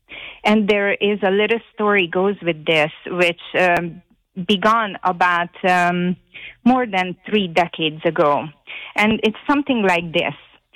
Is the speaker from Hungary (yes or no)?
yes; Hungary; moved away as an adult; Okay, so this came to me because I was born and raised in Hungary. And when I came on a vacation here in 1999